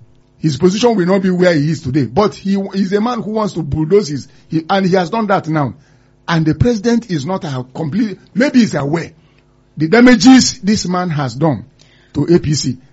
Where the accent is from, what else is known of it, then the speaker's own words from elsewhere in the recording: Anambra, Nigeria; I'm from Anambra State.